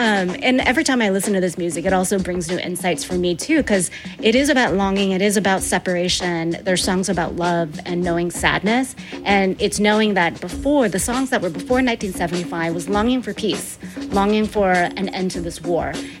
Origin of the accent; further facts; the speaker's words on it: Olympia, Washington, United States; And he ended up in Olympia, Washington, which is my hometown.